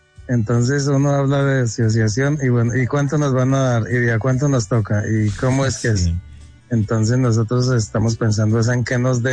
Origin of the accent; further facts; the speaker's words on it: Guayatá, Boyacá, Colombia; es de los municipios que más le aportamos agua a la represa de Chivor.